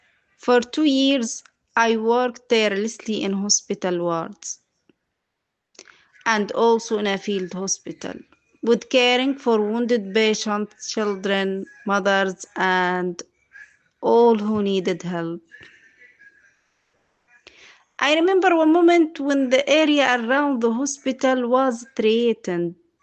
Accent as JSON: {"language": "English", "town": "Gaza", "region": "Gaza Strip", "country": "Palestine", "said": "32 years old. I am from Gaza, Palestine."}